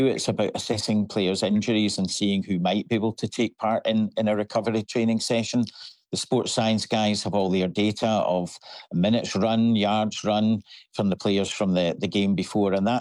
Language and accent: English; Scotland, United Kingdom; And of course, everybody knows I'm from Scotland in the stadium. It's kind of hard to hide.